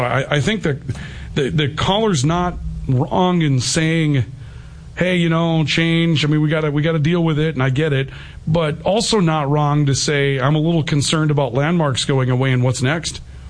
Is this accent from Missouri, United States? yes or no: no; Valley City, North Dakota, United States; I remember growing up in Valley City and we didn't have any fast food restaurants.